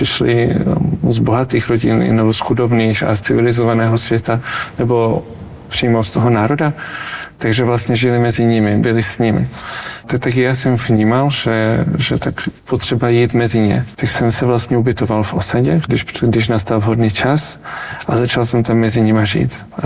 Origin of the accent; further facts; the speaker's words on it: Brno, South Moravian Region, Czechia; Pocházím z Brna, narodil jsem se vlastně v křesťanské rodině a můj otec je pravoslavný kněz.